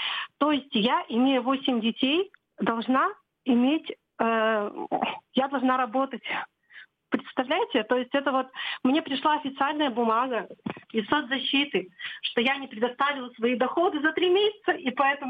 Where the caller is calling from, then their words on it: Tyumen, Tyumen Oblast, Russia; город Тюмень.